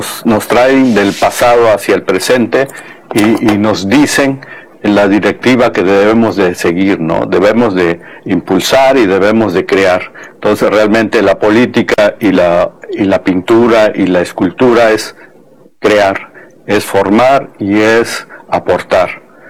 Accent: Oaxaca, Mexico; muy orgullosos de nuestras raíces, de toda nuestra cultura y todo lo que representamos, ¿no? Como oaxaqueños. Y realmente enaltecemos y formamos parte de esta gran cultura y esta gran comunidad de oaxaqueños.

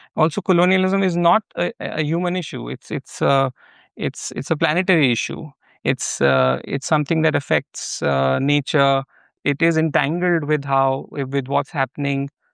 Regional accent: India; moved away as an adult; now in Netherlands; I grew up in India and I was in the Netherlands

